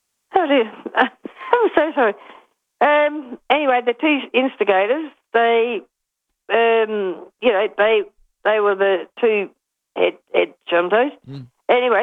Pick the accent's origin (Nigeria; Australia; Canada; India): Australia; Snowtown, South Australia; born there; I was born in Snowtown, I'm very proud of it.